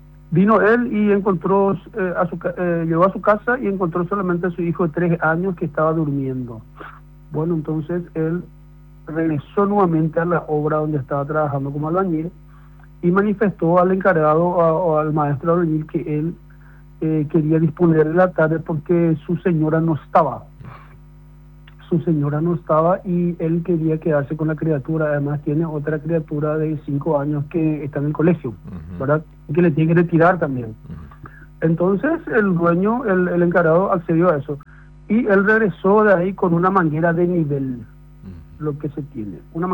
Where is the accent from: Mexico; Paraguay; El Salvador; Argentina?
Paraguay; Villa Hayes, Presidente Hayes; moved away; yo soy oriundo del Chaco paraguayo.